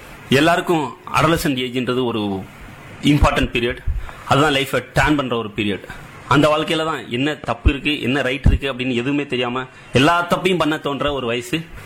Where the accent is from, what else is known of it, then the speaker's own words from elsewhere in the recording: Tamil Nadu, India; என்னோட சொந்த ஊர் விருதுநகர் பக்கத்தில் ஒரு ஸ்மால் வில்லேஜ், 7000 பண்ணை. நான் 1978 வருஷம் பிறந்தேன்.